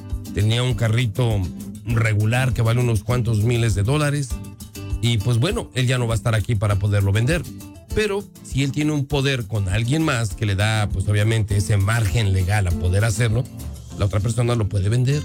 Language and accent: Spanish; Mexico; y eso es algo que nos identifica igual como hispanos, que somos una lengua muy diversa, porque tenemos acentos, tenemos palabras, y nos hace únicos de la región donde nosotros venimos, porque es cierto, incluso en México, pues todos hablamos un español diferente dependiendo el estado